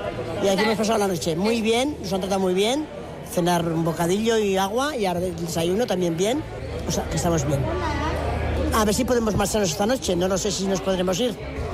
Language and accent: Spanish; Luesa, Aragon, Spain; Sí, he pasado aquí la noche y soy de Luesa. No vivo en Luesa, solo vivo hoy en el verano.